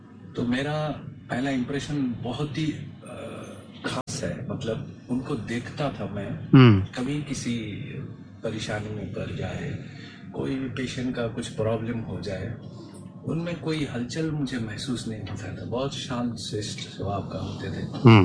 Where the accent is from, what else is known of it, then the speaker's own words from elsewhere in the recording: Durgapur, West Bengal, India; दुर्गापुर का रहने वाला हूँ